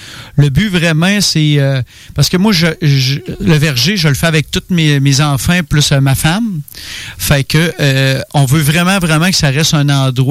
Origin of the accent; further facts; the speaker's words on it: Sainte-Rose-du-Nord, Quebec, Canada; Ben, moi, je viens de Sainte-Rose-du-Nord, un petit village que je vivais dans le bois.